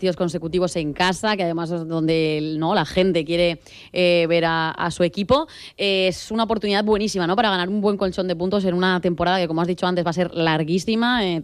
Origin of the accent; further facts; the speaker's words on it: Almería, Andalusia, Spain; Pero por lo menos a los que somos de la Almería, a los que hemos nacido y hemos visto la afición